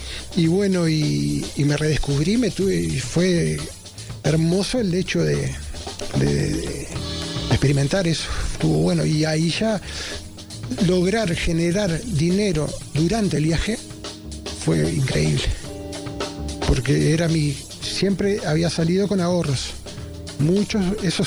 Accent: Uruguay; soy uruguayo, estoy viajando en bicicleta

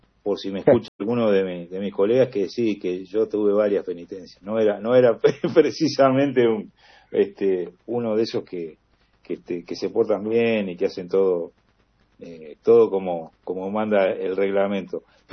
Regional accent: Montevideo, Uruguay; nací en Montevideo, ahí en la conjunción entre La Blanqueada y Parque Valle. Uh-huh. Y ahí hice mis primeras armas, los primeros años. Después nos mudamos, la familia se mudó para Punta Gorda

